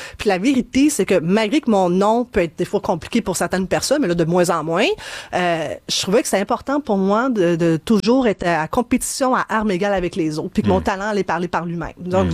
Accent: Morocco; Ne votez pas pour moi parce que je suis marocaine.

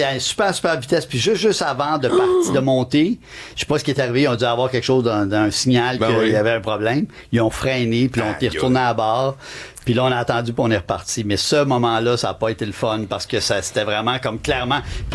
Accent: Canada; est-ce que je suis Canadien, je reviens chez moi

